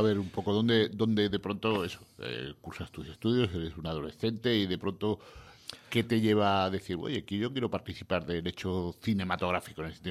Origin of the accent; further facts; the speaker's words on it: Bilbao, Basque Country, Spain; also born or lived in Andalusia; Yo me crié en Bilbao y que soy andaluz